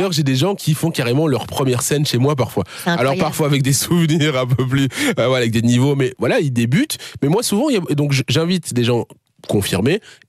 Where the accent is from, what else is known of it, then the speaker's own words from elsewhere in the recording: Charleroi, Wallonia, Belgium; je suis très ancré à ma région, comme vous Fanny, quand on est Carolo, on est fiers de l'être et on le dit partout.